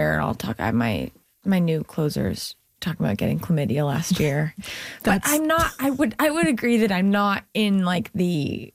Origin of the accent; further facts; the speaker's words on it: Canada; I'm so grateful that I grew up comedically in Canada because we really support each other.